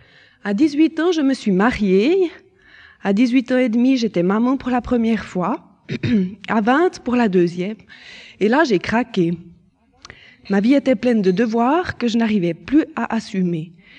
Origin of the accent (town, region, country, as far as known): Lausanne, Vaud, Switzerland; born there